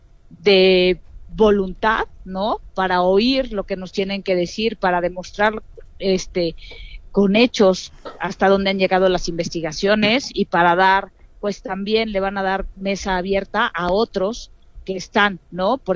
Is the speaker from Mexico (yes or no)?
yes; Mexico; yo amo México, soy mexicana y lo amo